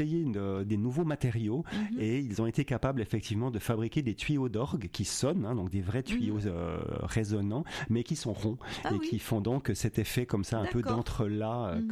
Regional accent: Switzerland; now in France

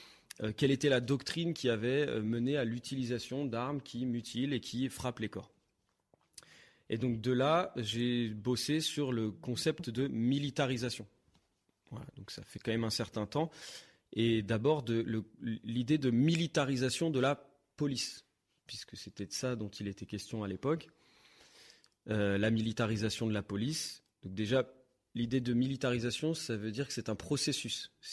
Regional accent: Nantes, Pays de la Loire, France; Je suis nantais

